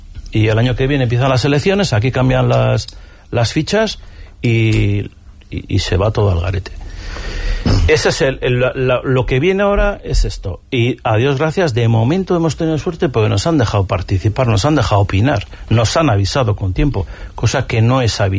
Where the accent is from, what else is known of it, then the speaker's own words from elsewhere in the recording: Hondarribia, Basque Country, Spain; nosotros que somos de Amute